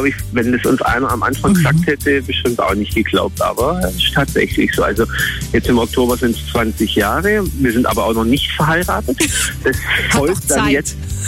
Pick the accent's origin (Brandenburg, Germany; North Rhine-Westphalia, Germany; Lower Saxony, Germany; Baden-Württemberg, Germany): Baden-Württemberg, Germany; Schramberg; ich komme aus Schramberg.